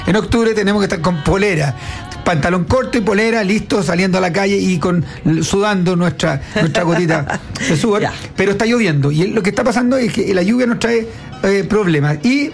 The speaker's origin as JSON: {"language": "Spanish", "country": "Chile", "said": "la experiencia que tenemos nosotros como agricultores chilenos"}